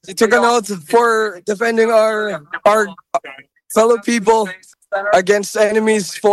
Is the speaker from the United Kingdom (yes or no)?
no; Virginia, United States; I am from Virginia, yes.